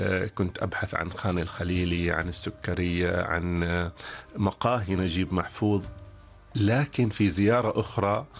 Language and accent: Arabic; Saham, Al Batinah North, Oman; born there; قرية شيدة، أنا مسكون بقريتي التي ولدت فيها، رغم أني لم أعش فيها فترة طويلة ولكن سنوات الطفولة الأولى